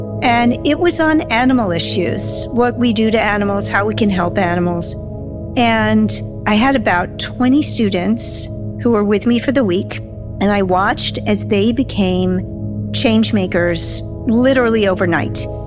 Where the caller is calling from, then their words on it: Surry, Maine, United States; I am calling from Surrey, Maine, which is pretty near Acadia National Park in the United States.